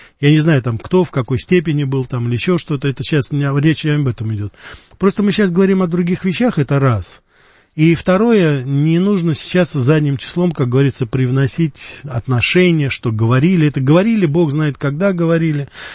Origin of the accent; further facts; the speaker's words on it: Russia; Я это прекрасно помню, когда я из России, потому что я родился и вырос все-таки здесь, я ездил к родственникам в Грузию и в Армению.